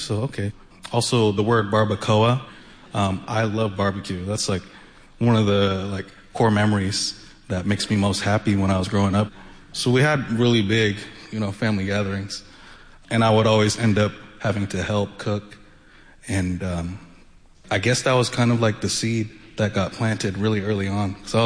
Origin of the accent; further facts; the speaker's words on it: Renton, Washington, United States; It's funny, it's like, I grew up in Renton, and high school over there, renting Indians.